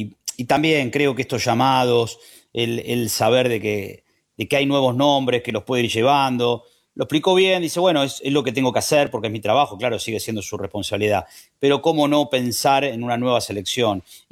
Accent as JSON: {"language": "Spanish", "country": "Argentina", "said": "Para nosotros, como argentinos, como aficionados, como seguidores del fútbol"}